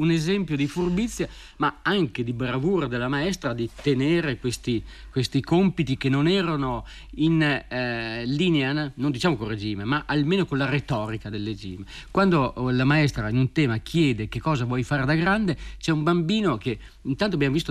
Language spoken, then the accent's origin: Italian; Parma, Emilia-Romagna, Italy; born there; nella stradina dove io sono nato, a Parma.